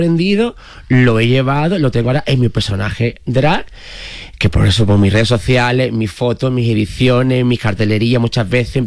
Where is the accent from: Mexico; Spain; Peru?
Spain; Alcalá de Azul, Andalusia; also born or lived in Cádiz / San Fernando; aunque nací en Cádiz, pero toda mi infancia la viví en Alcalá de Azul, que es un pueblo de Cádiz. Luego ya después de bachillerato y tal, me mudé a San Fernando, a la isla, a la de Cádiz.